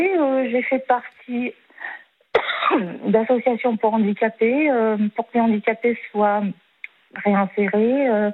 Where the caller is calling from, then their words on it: Niort, Nouvelle-Aquitaine, France; Je suis sur Niort.